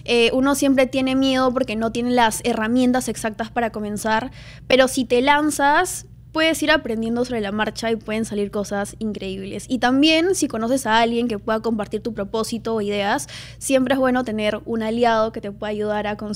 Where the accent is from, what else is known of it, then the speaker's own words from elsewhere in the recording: Peru; Soy la única peruana que va.